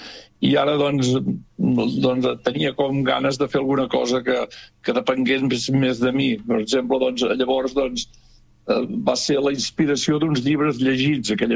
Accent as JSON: {"language": "Catalan", "town": "Sant Joan de les Abadeses", "region": "Catalonia", "country": "Spain", "tie": "born or raised there", "said": "Vaig néixer a la Roca, soc fill de Sant Joan de les Abadeses, tu ja ho saps, però pels que no ho sàpiguen, soc fill de Sant Joan de les Abadeses."}